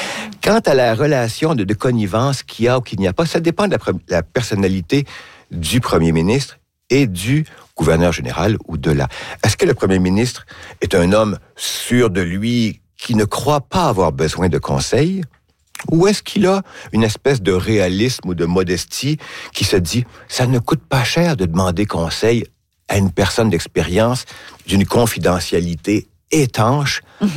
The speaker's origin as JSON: {"language": "French", "country": "Canada", "said": "chez nous, au Canada"}